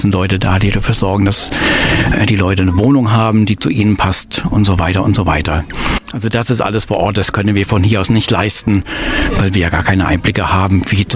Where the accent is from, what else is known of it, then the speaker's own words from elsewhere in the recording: Germany; also born or lived in Cambodia; wir als Deutsche